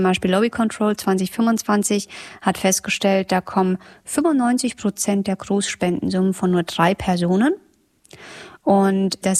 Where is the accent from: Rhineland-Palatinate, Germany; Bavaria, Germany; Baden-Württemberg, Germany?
Bavaria, Germany; now in Mecklenburg-Vorpommern, Germany; wir stammen beide aus Bayern und wir leben seit einiger Zeit in MV.